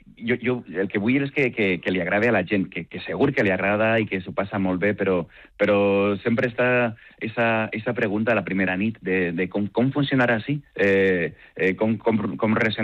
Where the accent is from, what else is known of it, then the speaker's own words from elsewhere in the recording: Alicante, Valencian Community, Spain; Com soc alacantí i estic molt orgullós de la meva terra